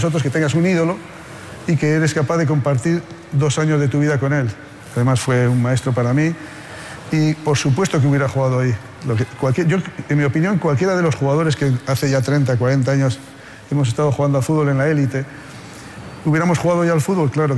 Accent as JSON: {"language": "Spanish", "town": "Haro", "region": "La Rioja", "country": "Spain", "tie": "born or raised there", "said": "en un pueblo maravilloso, que les invito a visitar, mi pueblo es Aro, en La Rioja, fantástico."}